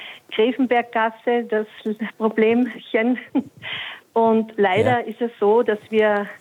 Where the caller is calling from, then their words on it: Graz, Styria, Austria; Ich bin auch aus Graz